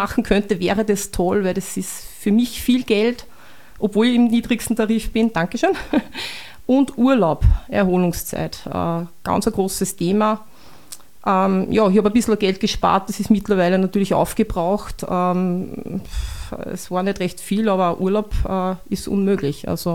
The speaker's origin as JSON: {"language": "German", "region": "Upper Austria", "country": "Austria", "lives_now": "Bad Ischl, Austria", "said": "Ich bin jetzt bald 48 Jahre alt. Ich komme ursprünglich nicht aus Bad Ischl, sondern Richtung Linz runter, wohne jetzt seit 3 Jahren da mit meiner Tochter."}